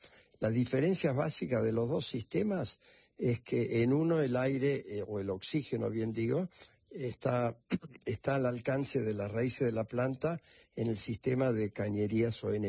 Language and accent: Spanish; Argentina; born there; No, escocés de origen. Mi padre escocés.